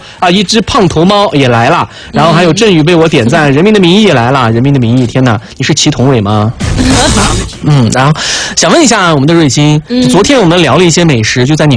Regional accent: Xinjiang, China; born there; also born or lived in Shandong (ancestral) / Xuchang, Henan (mother's home); now in Sichuan, China; 因为我也是北方人，我家是山东的，祖籍是山东的，出生在新疆

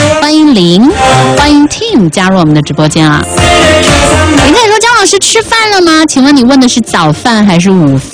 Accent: Chongqing, China; 他们说是我们重庆话的

